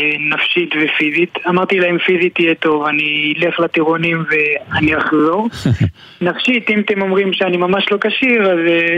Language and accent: Hebrew; Jerusalem, Jerusalem District, Israel; born there; now in Ofra; אני יהוד, נולדתי בירושלים, כיום גר באופרה